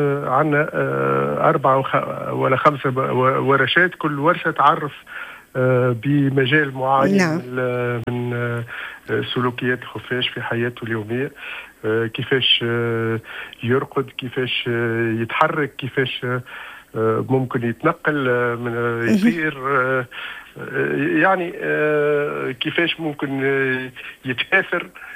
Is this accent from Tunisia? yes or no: yes; Tunisia; عندنا في تونس